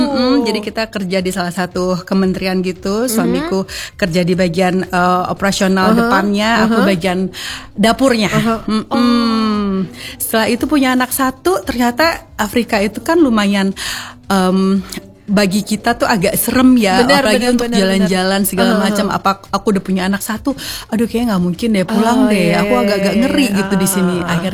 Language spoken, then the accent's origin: Indonesian; Bandung, West Java, Indonesia; Aku aslinya sebenarnya aku tuh orang Padang. Aslinya, yes. Cuman dari kecil aku udah tinggal di Bandung. Biasa ya, orang Padang tuh kan merantau ya. Jadi papaku ngebawa kita sekeluarga di Bandung.